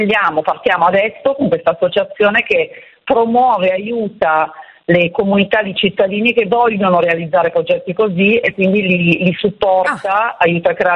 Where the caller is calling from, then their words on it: Milan, Lombardy, Italy; chiamo in questo momento da Milano, dove si sta per scatenare un temporale a Milano Est.